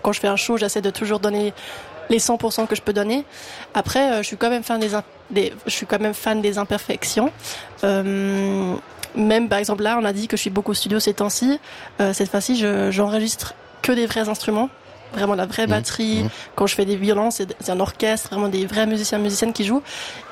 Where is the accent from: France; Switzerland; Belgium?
Switzerland; German-speaking Switzerland; Non, mais je suis suisse allemande, mais j'ai toujours chanté en allemand.